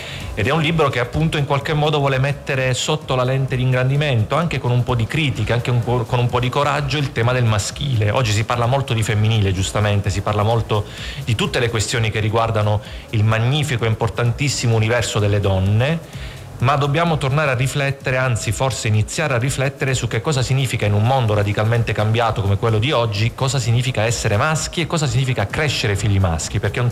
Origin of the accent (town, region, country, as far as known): Southern Italy, Italy